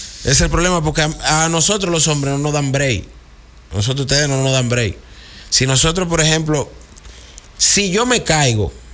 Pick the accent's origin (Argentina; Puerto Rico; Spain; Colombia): Puerto Rico; born there; Yo nací en Puerto Rico.